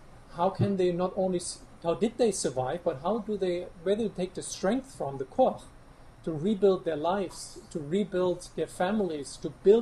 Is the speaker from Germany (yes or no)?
yes; Germany; But now I'm back in Germany.